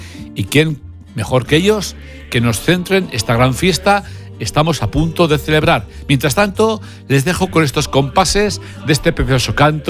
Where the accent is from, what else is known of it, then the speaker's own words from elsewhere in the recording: Cáseda, Navarre, Spain; mi pueblo natal de Cáseda